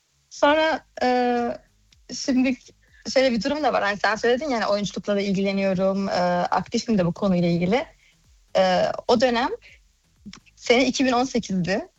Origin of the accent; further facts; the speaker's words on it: Germany; Evet, Almanya'da doğdum. Almanya'da büyüdüm.